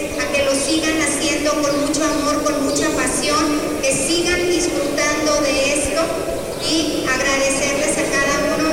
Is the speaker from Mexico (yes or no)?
yes; Mexico